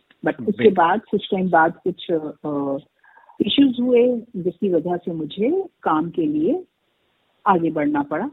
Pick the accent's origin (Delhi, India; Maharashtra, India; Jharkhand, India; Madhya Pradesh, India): Delhi, India; और मैं दिल्ली से हूँ। मेरी स्कूलिंग और कॉलेज सारी स्टडीज मेरी दिल्ली से ही हुई है।